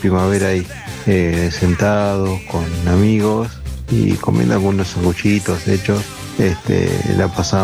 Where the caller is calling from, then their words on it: Henderson, Buenos Aires Province, Argentina; hincha de Boca, soy de Henderson